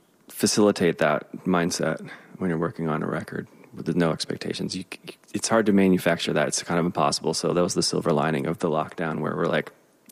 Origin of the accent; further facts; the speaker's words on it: Indianapolis, Indiana, United States; I grew up in Indianapolis, Indiana, and lived there, went to school in Bloomington, studied music.